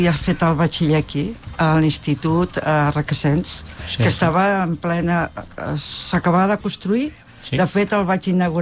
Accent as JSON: {"language": "Catalan", "town": "Sant Sadurní d'Anoia", "region": "Catalonia", "country": "Spain", "tie": "born or raised there", "moved": "yes", "lives_now": "Castellví de Rosanes, Spain", "said": "ara vinc a Castellví de Rosanes, però jo soc filla de Sant Sadurní d'Anoia, del País del Cava. que també té molta personalitat."}